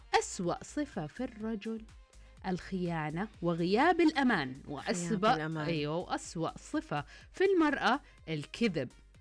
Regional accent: Eastern Province, Saudi Arabia; أنا من الشرقية …،

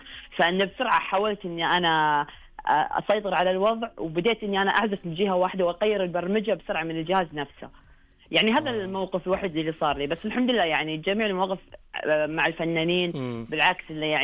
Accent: Al-Ahsa, Eastern Province, Saudi Arabia; عندنا بالحسة هنا

